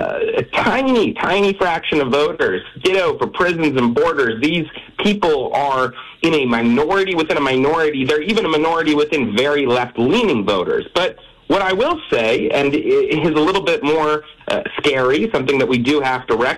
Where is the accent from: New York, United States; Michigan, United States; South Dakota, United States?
Michigan, United States; West Bloomfield; West Bloomfield, Michigan, which is my hometown